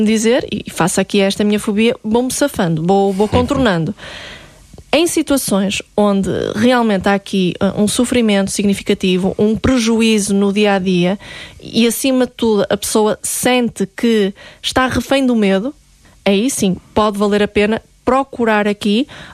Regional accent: Norte, Portugal; nós somos aqui do Norte

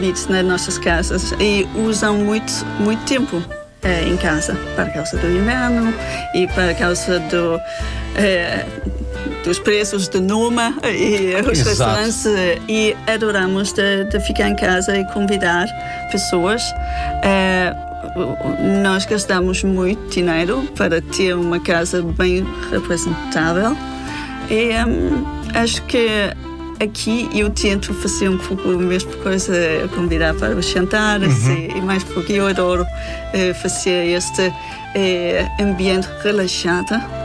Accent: North Denmark Region, Denmark; born or raised there; Portuguese is a second language; now in Portugal

